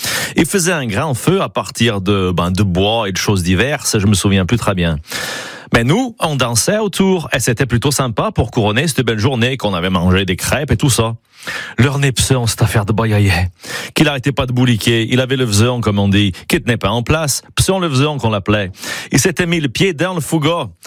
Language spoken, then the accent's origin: French; Auvergne-Rhône-Alpes, France; Chez nous, en Gaga, c'est fouga